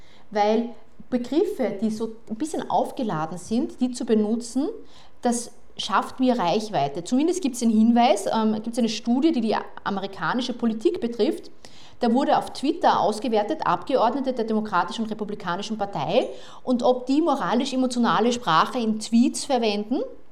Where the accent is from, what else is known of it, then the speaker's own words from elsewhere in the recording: Graz, Styria, Austria; Ich komme aus Graz ursprünglich, wenn ich im Zug sitze und durch Zufall sitzt eine andere Frau aus Graz neben mir, dann sind wir die Grazerinnen